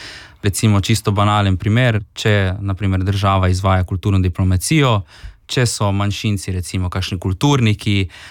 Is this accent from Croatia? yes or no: yes; Rijeka, Primorje-Gorski Kotar County, Croatia; now in Ljubljana, Slovenia; Že moje ozadje, da sem reški Slovenc, v bistvu, da prihajam iz Reke